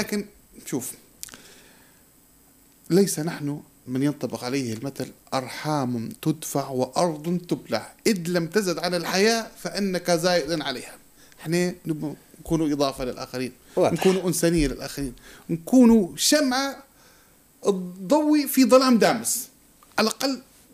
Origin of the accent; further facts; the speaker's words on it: Libya; احنا ليبيين.